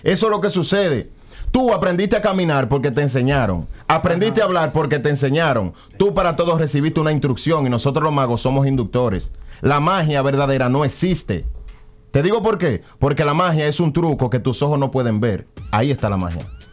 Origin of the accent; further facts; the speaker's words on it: Dominican Republic; now in Allentown, United States; principalmente los latinos, no voy a hablar de dominicanos, yo soy dominicano.